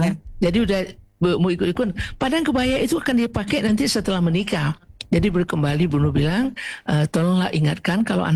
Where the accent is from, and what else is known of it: West Sumatra, Indonesia